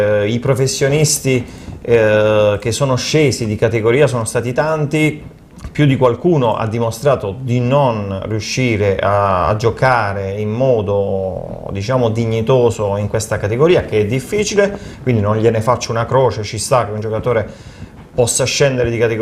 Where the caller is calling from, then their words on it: Taranto, Apulia, Italy; sono tarantino